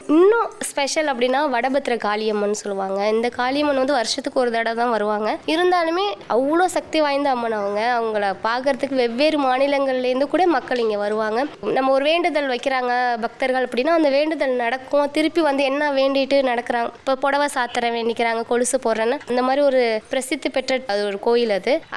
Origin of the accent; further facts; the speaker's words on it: Karaikal, Puducherry, India; also born or lived in Chennai; இந்த ஊர் வந்து நான் பிறந்த ஊர் கிடையாது, பட் இங்கேதான் வந்து வளர்ந்தேன். ரொம்ப அமைதியான ஒரு ஊர்.